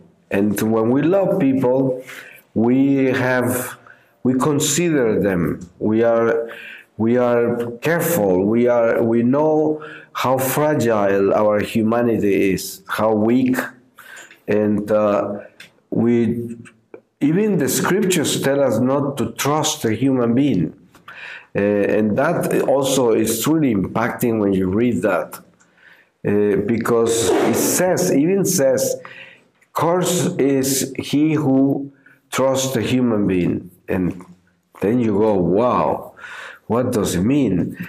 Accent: Colombia; English is a second language; now in Germany; when I came to live in Germany in 1970, and I was coming from Colombia, a whole different culture, very different.

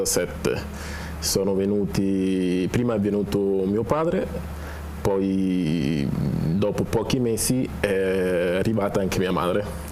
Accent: Macerata, Marche, Italy; sono nato a Macerata, sono cresciuto, ho studiato, ho fatto tutto il mio percorso, diciamo, della mia vita qui in Italia, a Macerata. Spesso tengo molto alle mie origini e peraltro ogni anno tendo ad andare al mio paese di origine

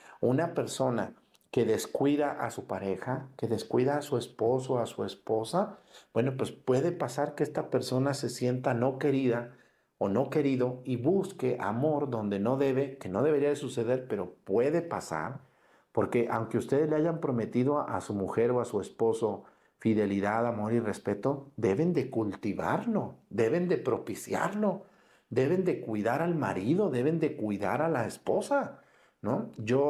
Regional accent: Mexticacán, Jalisco, Mexico; Había ahí en mi pueblo en Mestecacán

